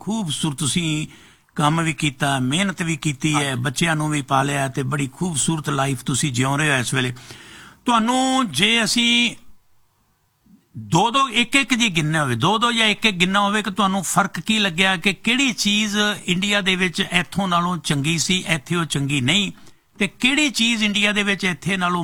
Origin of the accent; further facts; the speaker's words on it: Punjab, India; moved away as an adult; now in Canada; ਸਾਡਾ ਪੰਜਾਬ ਉਹ ਬਹੁਤ ਵਧੀਆ ਹੈ, ਸਾਡੀਆਂ ਜੜ੍ਹਾਂ ਉੱਥੇ ਹੈ, ਸਾਡੀਆਂ ਰੂਟਸ ਉੱਥੇ ਹੈ, ਸਾਡੇ ਬੱਚੇ ਭੈਣ ਭਰਾ, ਸਾਡਾ ਬਚਪਨ ਉੱਥੇ ਬੀਤਿਆ, ਜਵਾਨੀ ਉੱਥੇ ਬੀਤੀ ਹੈ।